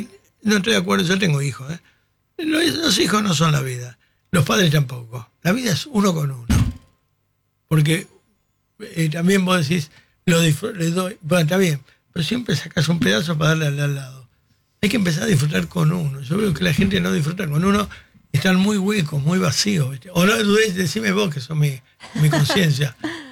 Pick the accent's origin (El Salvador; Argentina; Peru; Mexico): Argentina; Tenemos un país bárbaro. Yo cuando era chico, este país era el granero del mundo.